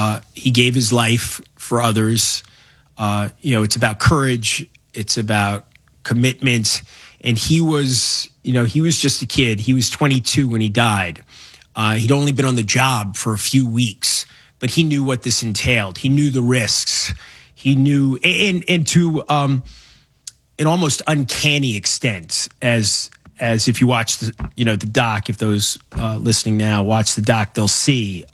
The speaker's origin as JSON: {"language": "English", "town": "New York City", "region": "New York", "country": "United States", "said": "But yeah, as a New Yorker, you know, being there that day, you know, 5 miles away, but, you know, I still think about it a lot."}